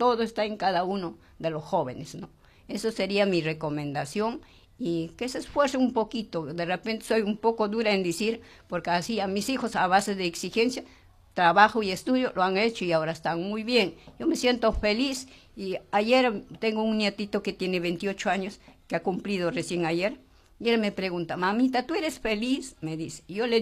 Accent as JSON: {"language": "Spanish", "region": "Ayacucho", "country": "Peru", "said": "yo soy ayacuchana. Voy allá igualito, ¿no? Entonces, a pesar que tengo mis 78 años"}